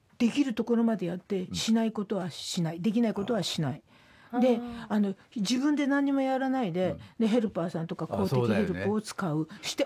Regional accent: Tokyo, Japan; 私東京の子だったから

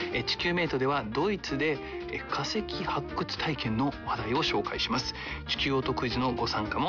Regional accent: Kosai, Shizuoka, Japan; 静岡県湖西市に住んでいる私は

